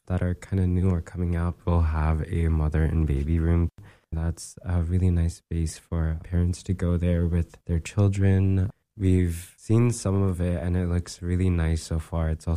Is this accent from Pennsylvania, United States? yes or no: no; Utqiagvik, Alaska, United States; now in Anchorage, United States; Growing up, I grew up in Itkagvik.